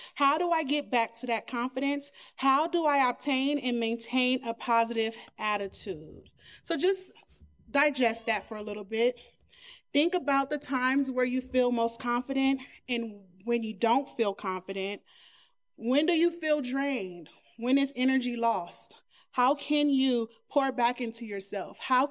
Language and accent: English; Long Beach, California, United States; now in New Mexico, United States; I am originally from Long Beach, California, and I have been living in New Mexico since 2019.